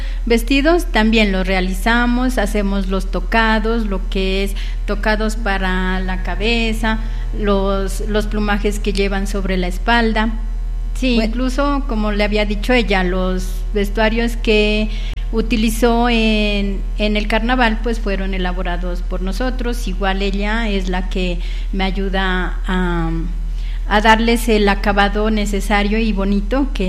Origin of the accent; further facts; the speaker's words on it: Contadero, Nariño, Colombia; now in Guaitarilla, Colombia; yo no soy de Hualmatán, yo soy del municipio del Contadero, pero ya vivo muchos años. Prácticamente más de la mitad de lo que soy la he vivido aquí en Hualmatán.